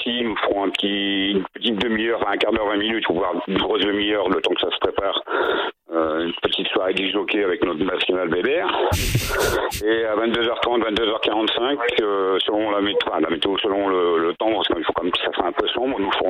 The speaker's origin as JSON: {"language": "French", "region": "Hauts-de-France", "country": "France", "said": "Les Ch'tis parce qu'on est du Nord, Truckers parce que on est tous des routiers."}